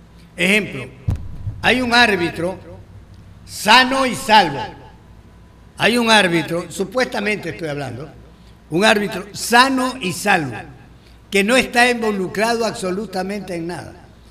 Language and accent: Spanish; Ecuador; soy un ecuatoriano demasiado nacionalista